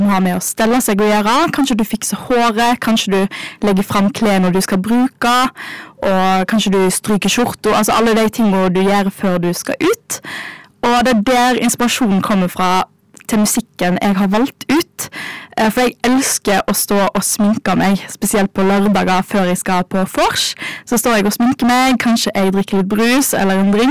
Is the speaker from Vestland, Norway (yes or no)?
yes; Bømlo, Vestland, Norway; et gammelt uttrykk som mye brukt på Bømlo der jeg kommer fra, som å fjelge seg.